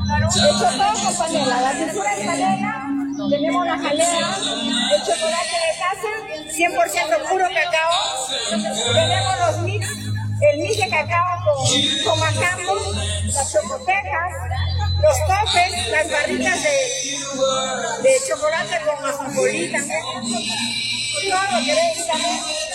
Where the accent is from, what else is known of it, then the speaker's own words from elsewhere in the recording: Perico, Cajamarca, Peru; Yo vengo del sexto poblado de Perico, pertenece al distrito de Chirinos, la provincia de San Ignacio.